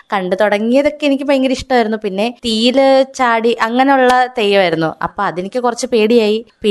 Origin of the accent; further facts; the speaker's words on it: Pala, Kerala, India; born there; also born or lived in Vaikom; ഞാൻ ജനിച്ചു വളർന്നത് ഒരു 6 വയസ്സ് വരെ വളർന്നത് വൈക്കുമായിരുന്നു. അതിനുശേഷം പിന്നെ ഇങ്ങോട്ടേക്ക് പാലായിലേക്ക് മാറുക ചെയ്തത്.